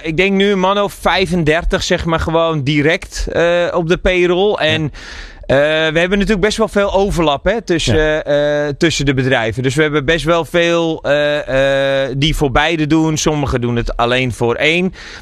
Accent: Netherlands; ben hier geboren en getogen in Nederland.

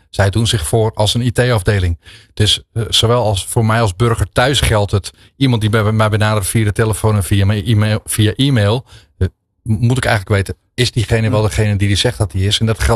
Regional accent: Netherlands; Toevallig hebben wij nu in Nederland best wel een opeenlopend riedeltje van incidenten die ons als Nederlanders, zeg maar even zo, aangaan.

